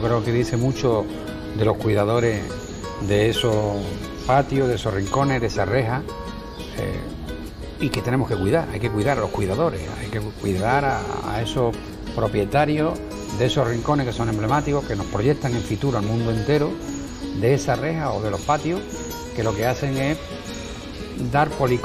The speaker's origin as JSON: {"language": "Spanish", "area": "Córdoba province", "region": "Andalusia", "country": "Spain", "said": "nuestra manera de ser como andaluces y como cordobeses y cordobesas, ¿no?"}